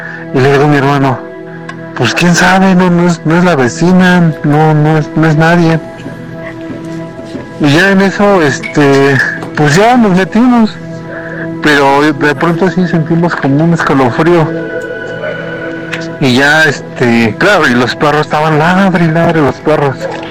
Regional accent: Pachuca, Hidalgo, Mexico; soy de Pachuca Hidalgo

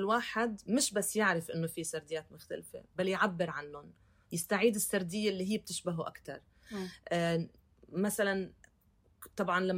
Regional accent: Lebanon; moved away as an adult; now in Paris, France; طفولتي كفلسطينية بلبنان، مع اختلاف إن كان اللهجة أو الأشياء اللي عم بعيشها غير عن اللي معي بالمدرسة اللبنانيين

